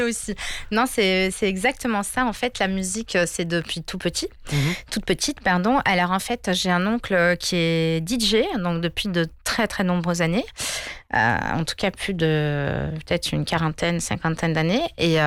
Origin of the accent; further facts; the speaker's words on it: France; born there; comme je suis marocaine, avec des sonorités donc, qui vont venir d'Orient et puis le côté aussi Europe, parce que je suis née en France.